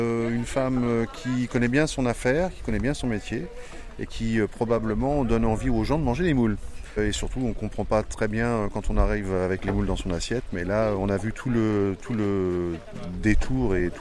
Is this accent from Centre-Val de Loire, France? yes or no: yes; Centre-Val de Loire, France; D'Indre-et-Loire.